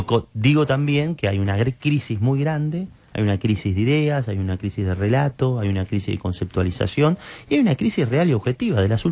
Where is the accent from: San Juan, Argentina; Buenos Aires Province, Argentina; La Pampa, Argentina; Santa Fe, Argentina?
Buenos Aires Province, Argentina; Tandil; yo soy de Tandil de muchos años